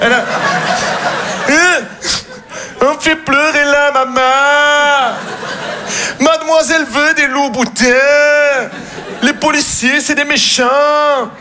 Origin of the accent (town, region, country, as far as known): Marseille, Provence-Alpes-Côte d'Azur, France